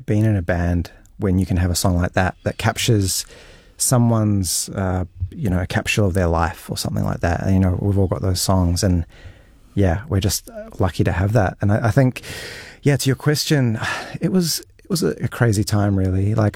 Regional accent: Auckland, New Zealand; moved away as an adult; also born or lived in Melbourne, Australia; now in Warkworth, New Zealand; So I grew up here. I grew up on the North Shore. Mm-hmm. And when I finished high school, I moved to Melbourne. So that was about 2005. And I never would have thought that I would come back. But I've ended up in Warkworth.

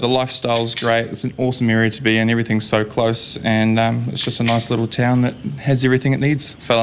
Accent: Hamilton, Waikato, New Zealand; also born or lived in Australia; now in Timaru, New Zealand; So originally from up in Hamilton, moved around a while and then ended up over in Australia for 7 years, working on robotic industries over there, and then moved back here to be with my family, and now I'm working down here in Timaru

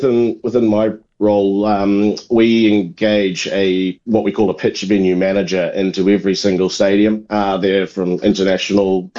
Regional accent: Auckland, New Zealand; I grew up in Auckland, so a city boy working on grass, but yeah, very much an Auckland boy.

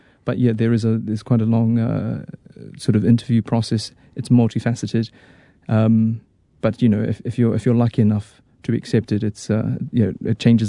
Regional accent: New Zealand; also born or lived in Australia; No, I was born in Australia, but that was very brief, but I grew up here in New Zealand. So I'm very much, I call myself a Tongan Kiwi.

